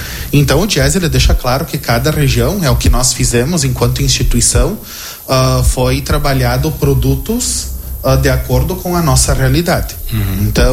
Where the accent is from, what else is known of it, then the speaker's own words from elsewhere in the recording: Brazil; nós, enquanto brasileiros